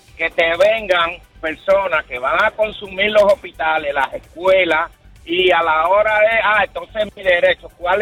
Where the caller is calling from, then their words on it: Dominican Republic; yo soy dominicano y nosotros los dominicanos entendemos lo que es la política, porque tenemos el único país en el Caribe que tiene frontera